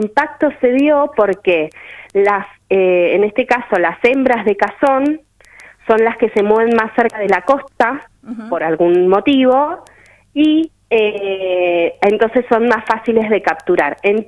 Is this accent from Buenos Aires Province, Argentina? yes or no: no; Puerto San Julián, Santa Cruz, Argentina; yo soy de San Julián, me acuerdo que cuando yo era chica, hoy tengo 38 años, pero cuando yo era chica, hasta mis 19 años, se hacía la pesca del cazón.